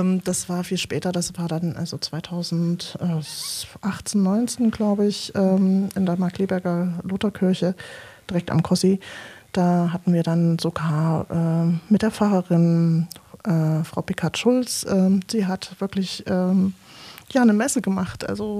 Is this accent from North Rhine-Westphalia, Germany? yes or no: no; Leipzig, Saxony, Germany; born or raised there